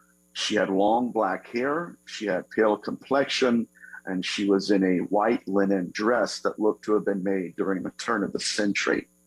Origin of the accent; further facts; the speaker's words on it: Dayton, Ohio, United States; I am from Dayton, Ohio, so I'm a Buckeye.